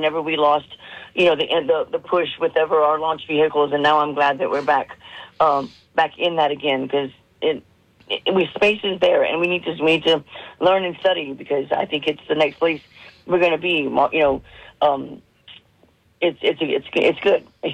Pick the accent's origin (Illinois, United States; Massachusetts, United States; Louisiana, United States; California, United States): Louisiana, United States; We were out here in New Mexico, actually, whenever I'm from South Louisiana